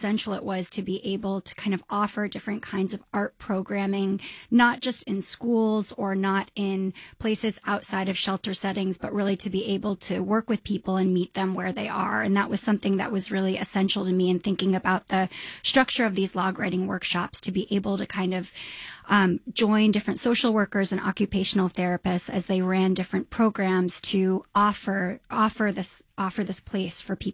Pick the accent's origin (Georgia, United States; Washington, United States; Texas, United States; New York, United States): New York, United States; New York City; I mean, I was born in 1988 in St. Vincent's Hospital, which is no longer a hospital.